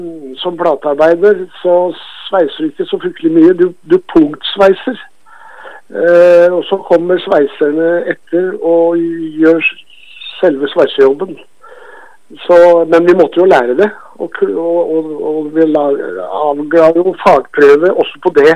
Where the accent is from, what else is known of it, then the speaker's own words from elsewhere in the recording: Innlandet, Norway; now in Oslo, Norway; Ja, fra Valder som sagt, fra Østerslien der oppe da.